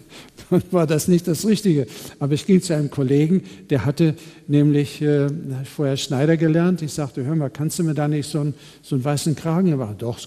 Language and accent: German; Kaliningrad, Kaliningrad Oblast, Russia; moved away; also born or lived in Darmstadt; ich stamme aus Königsberg in Ostpreußen